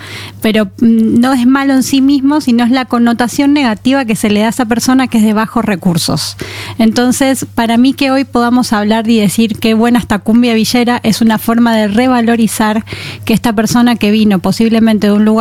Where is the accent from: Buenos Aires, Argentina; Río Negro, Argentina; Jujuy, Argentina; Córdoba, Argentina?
Buenos Aires, Argentina; Digo shh, ese shh es ya. Porque vengo de Buenos Aires.